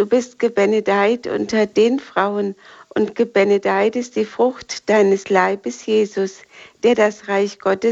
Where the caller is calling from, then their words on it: Germany; Ich komme aus dem Bistum Fulda.